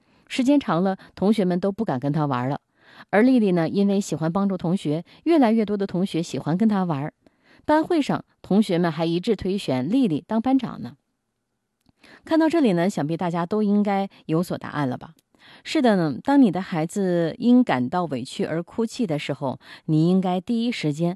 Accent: China

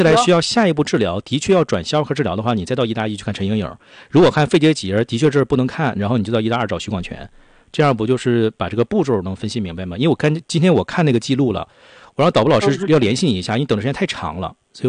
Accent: Northeast China, China

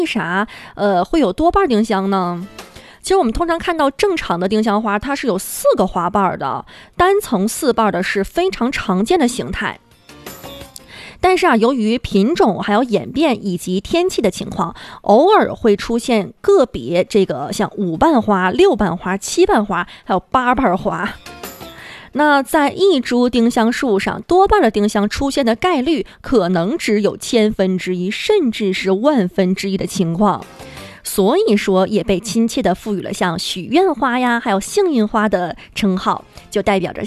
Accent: Harbin, Heilongjiang, China; 在这座被香气缭绕的丁香之城当中，咱们哈尔滨人啊

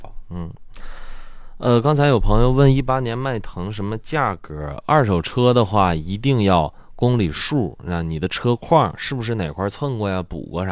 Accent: northeastern China, China; accent: Northeastern dialect; 咱说点东北土话，

